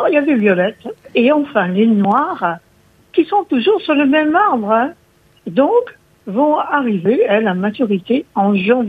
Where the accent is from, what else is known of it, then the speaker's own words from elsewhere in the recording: Corsica, France; chez nous en Corse, on a quand même des bonnes olives